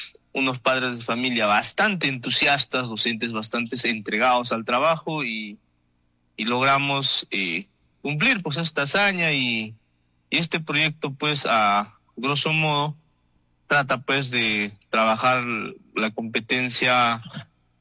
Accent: Coracora, Ayacucho, Peru; yo soy natural de Coracora, Barrio San Marcos. Yo he estudiado pues mi primaria en la 19, 9 de diciembre, y bueno, en nuestro pedagógico pues de la ciudad de Coracora.

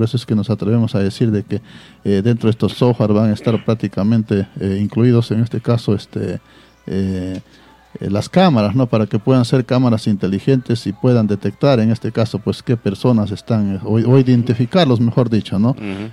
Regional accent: Villa Rica, Pasco, Peru; los tres candidatos somos prácticamente de Villarrica

